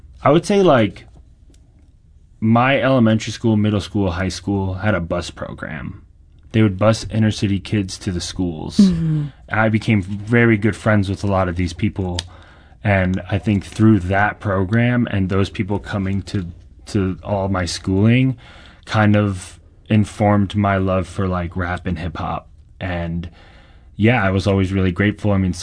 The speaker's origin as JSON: {"language": "English", "country": "United States", "tie": "born or raised there", "said": "Through growing up in America with Iranian parents, my dad really liked rock, but he didn't really like anything else. So it was a lot of Persian music."}